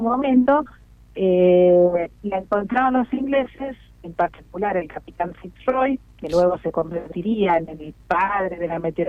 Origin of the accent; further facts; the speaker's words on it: Buenos Aires, Argentina; yo soy de Buenos Aires, pero empecé a ir mucho a Ushuaia